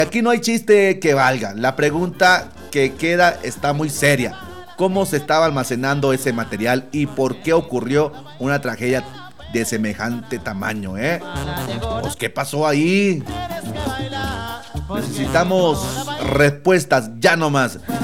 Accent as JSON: {"language": "Spanish", "country": "Bolivia", "said": "soy boliviano"}